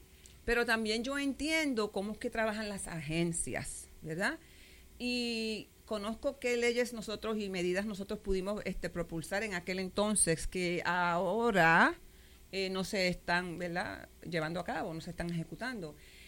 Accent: St. Croix, U.S. Virgin Islands

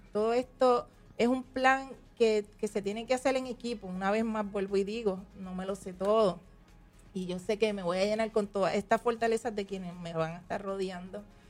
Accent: Luquillo, Puerto Rico; El hecho de yo estar con mi gente, en mi pueblo, mis padres, mi familia, quien me ha visto crecer

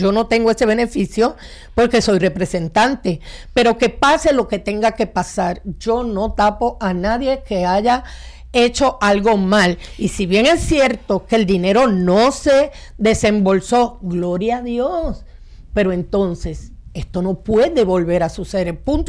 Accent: Juncos, Puerto Rico; Yo conozco a doña Blanca. Es de Caguas, yo soy de Juncos.

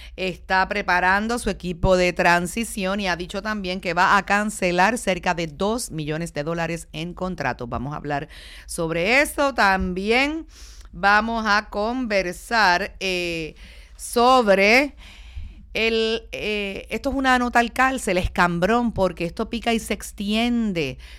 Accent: Puerto Rico; porque así somos los puertorriqueños, ¿verdad? Las mejores y más largas navidades del mundo son las nuestras, se disfrutan aquí en la Isla del Encanto.

